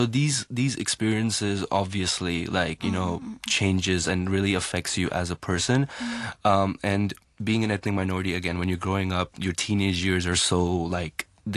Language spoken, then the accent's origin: English; India; I didn't like being from my own community. I didn't like who I am. I didn't like, maybe being Indian.